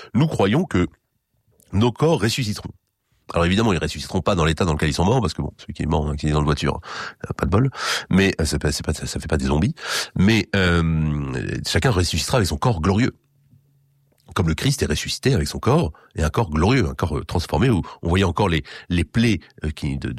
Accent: Erquy, Brittany, France; chez nous en Bretagne, à Erquy.

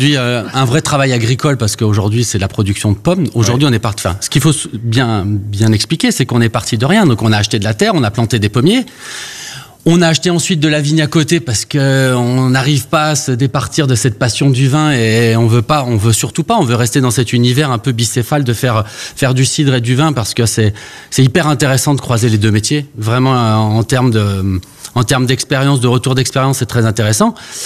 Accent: Auvergne-Rhône-Alpes, France; Je viens de Haute-Savoie.

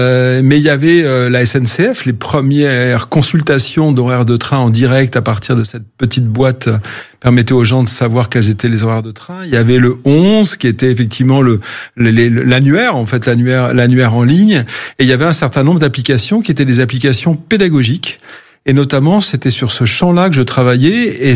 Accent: Corsica, France; born there; Alors, je suis né en Corse, ma mère était provençale, du pied de la Sainte-Victoire, du côté d'Aix-en-Provence

